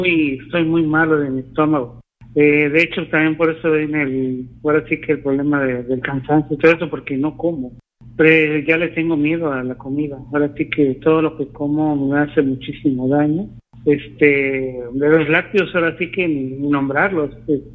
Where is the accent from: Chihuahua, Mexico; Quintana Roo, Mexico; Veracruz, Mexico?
Quintana Roo, Mexico; Cancún; born there; En Quintana Roo, Cancún, Quintana Roo.